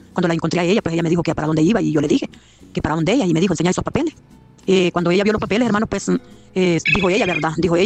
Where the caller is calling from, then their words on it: Santa Ana, El Salvador; de aquí del volcán de Santa Ana.